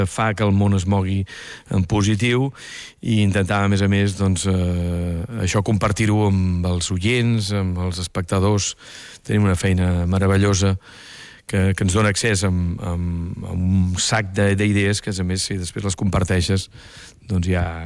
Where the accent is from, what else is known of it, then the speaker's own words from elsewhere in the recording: Vila-seca, Catalonia, Spain; dibuixant de còmic del meu poble, de Vilaseca.